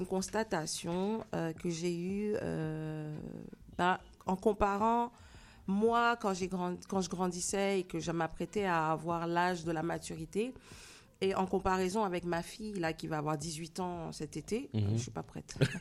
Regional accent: Guadeloupe; moved away as an adult; now in Quebec, Canada; moi, ben, je viens de la Caraïbe. Et forcément, quand tu dis que tu viens de la Caraïbe et que tu as envie de faire de la musique, surtout quand tu as grandi en Guadeloupe

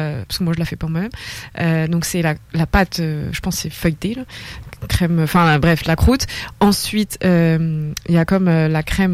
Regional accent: France; now in Quebec, Canada; Mais je suis française

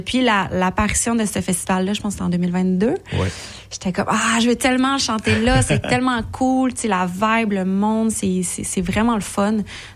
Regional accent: Sherbrooke, Quebec, Canada; Moi, je suis de Sherbrooke.

